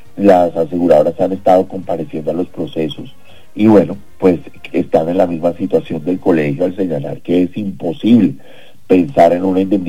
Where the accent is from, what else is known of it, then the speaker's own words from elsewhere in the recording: Colombia; el mensaje es que gane el que gane, seguiremos siendo colombianos. Seguiremos siendo colombianos y tendremos que salir a trabajar